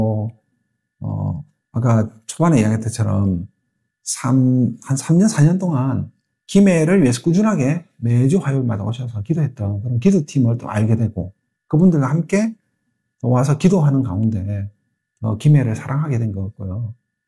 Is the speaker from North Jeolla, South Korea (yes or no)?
no; Busan, South Korea; now in Gimhae, South Korea; 제가 일단 부산 사람이거든요.